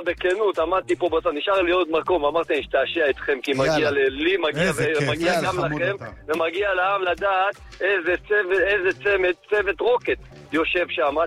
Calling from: Tirat Carmel, Haifa District, Israel; חיפה, תירת הכרמל.

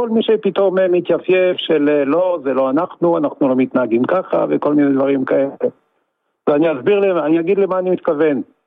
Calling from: Dafna, Northern District, Israel; לא, אני מקיבוץ דפנה.

